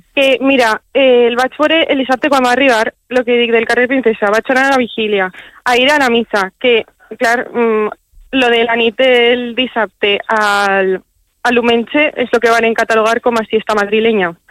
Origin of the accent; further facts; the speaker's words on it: Valencian Community, Spain; com a valenciana sí que tenia molts amics per així